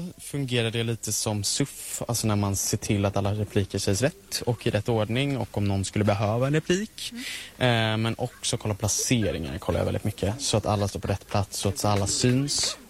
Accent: Nacka, Stockholm County, Sweden; Jag är från Nacka.

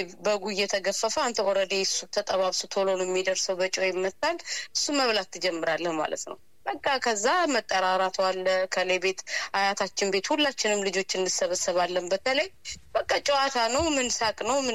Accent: Majete, Amhara, Ethiopia; born there; እኛ አካባቢ ደግሞ ሞር ፍየልም ላፋር ክረብ ስለሚቃ የተወለድኩበት አካባቢ ማጅቴ ፍየልም በደንብ እንጠቀማለን

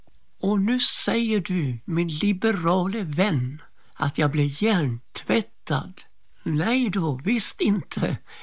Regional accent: Öland, Kalmar County, Sweden; Jag kom från Öland till Kalmar för att gå på yrkesskola och lära mig radio- och tv-teknik.

